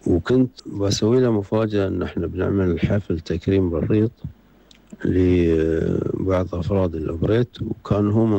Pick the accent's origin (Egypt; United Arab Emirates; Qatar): Qatar